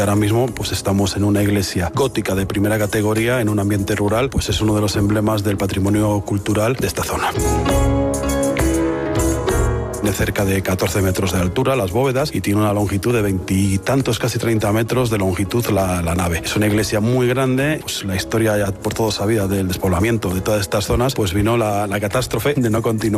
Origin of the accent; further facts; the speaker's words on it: Palencia, Castile and León, Spain; born there; moved away as an adult; now in Fuenteodra, Spain; Soy nacido en Palencia y llegué a Fuenteodra hace 25 años por inmobiliaria.